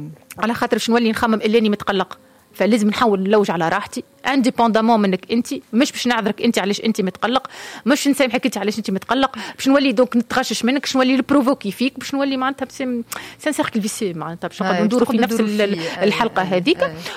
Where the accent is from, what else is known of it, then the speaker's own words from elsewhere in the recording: Tunisia; اسمع احنا تونسي راه ما عندوش الايماجيناسيون والخلايا